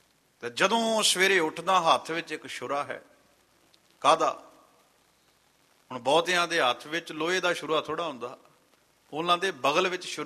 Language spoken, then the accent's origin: Punjabi; Punjab, India; ਮਤਲਬ ਮੈਂ ਮਾਝੇ ਦਾ ਰਹਿਣ ਵਾਲਾ, ਜਿੰਨੇ ਕੁ ਸਾਡੇ ਪਿੰਡਾਂ ਵਿੱਚ ਨੇ ਵਿਰਲੇ ਟਾਵੇਂ ਪਰਿਵਾਰ ਹੁੰਦੇ ਨੇ, ਦੋ ਚਾਰ ਪਰਿਵਾਰ ਇੱਦਾਂ ਹੁੰਦੇ ਨੇ।